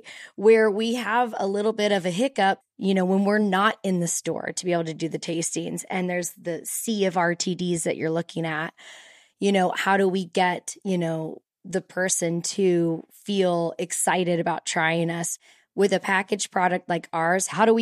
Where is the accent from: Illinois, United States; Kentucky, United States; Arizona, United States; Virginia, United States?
Kentucky, United States; Louisville; I'm from Louisville, Kentucky.